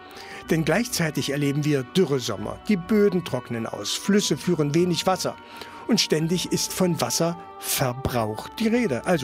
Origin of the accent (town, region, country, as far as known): Saxony-Anhalt, Germany